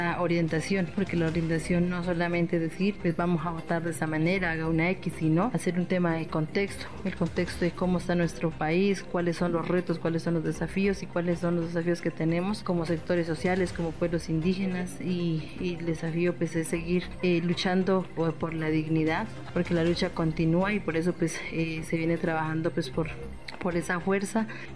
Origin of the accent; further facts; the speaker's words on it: Colombia; somos pueblos indígenas, pero somos colombianos y tenemos los mismos derechos que cualquier otros colombianos.